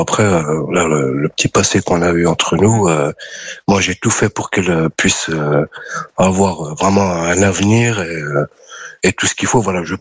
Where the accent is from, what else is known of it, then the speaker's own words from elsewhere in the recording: France; born there; Bah après, moi, je suis né en France.